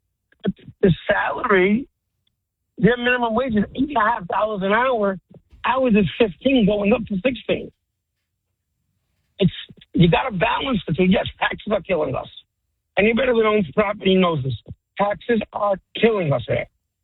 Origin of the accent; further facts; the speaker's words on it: New York City, New York, United States; moved away as an adult; now in New Jersey, United States; I was born and raised in Brooklyn.